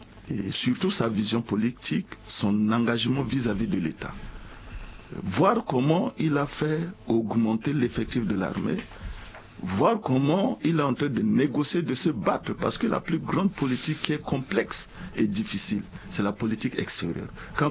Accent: Central African Republic; Mais nous, les Centrafricains, on a une faiblesse de division.

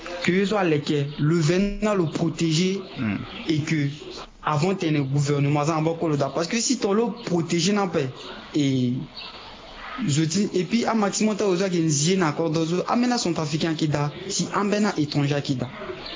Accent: Central African Republic; Bon, en tant que centrafricain, en tant que centrafricain

